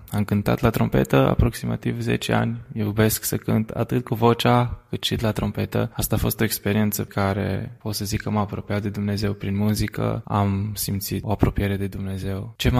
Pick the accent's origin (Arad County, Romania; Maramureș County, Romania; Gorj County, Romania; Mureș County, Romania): Arad County, Romania; Arad; moved away as an adult; am 25 de ani, am fost născut în Arad, tocmai în orașul Arad.